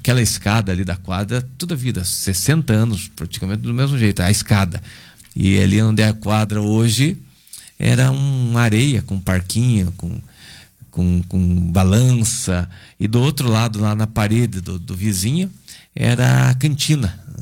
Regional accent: Telêmaco Borba, Paraná, Brazil; born there

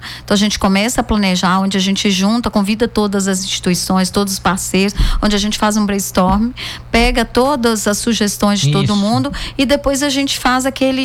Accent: João Monlevade, Minas Gerais, Brazil; also born or lived in Nova Era; nasci em Nova Era, mas sou criada em João Molevade.

